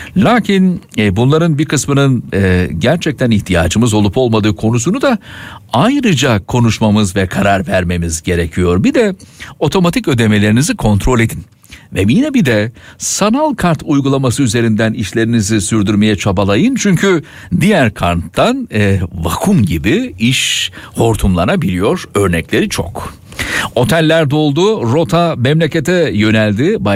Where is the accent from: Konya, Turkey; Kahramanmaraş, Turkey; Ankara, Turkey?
Konya, Turkey; now in Istanbul, Turkey; İstanbul'dan Konya'ya, memleketime otobüsle gideyim diyorsam